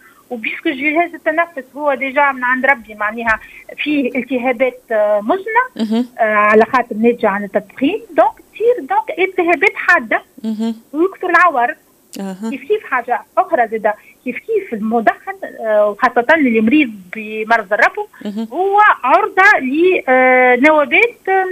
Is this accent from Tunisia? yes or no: yes; Tunisia; احنا بلادنا تونس